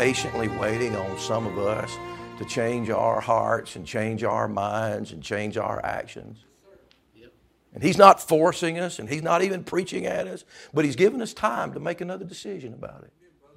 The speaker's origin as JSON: {"language": "English", "region": "Southern United States", "country": "United States", "tie": "born or raised there", "said": "I'm a Southerner, born and bred."}